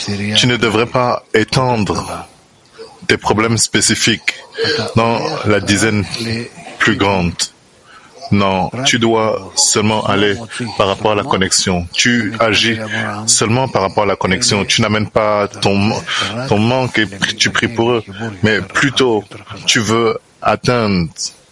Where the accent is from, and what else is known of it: England, United Kingdom; French is a second language